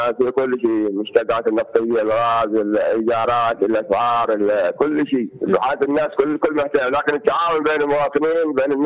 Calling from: Hadhramaut, Yemen; أنا من حضرموت الوادي

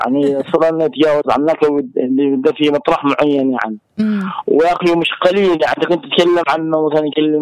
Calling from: Taiz, Taiz Governorate, Yemen; بعض الكلمات العربية عندنا هنا في تعز تختلف عن عدن

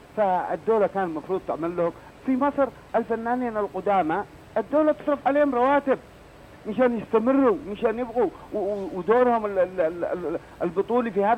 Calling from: South Yemen, Yemen

